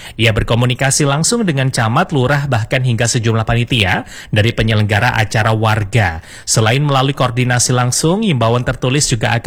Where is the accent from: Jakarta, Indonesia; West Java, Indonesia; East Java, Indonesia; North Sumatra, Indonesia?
East Java, Indonesia; Malang; kita sebagai warga Malang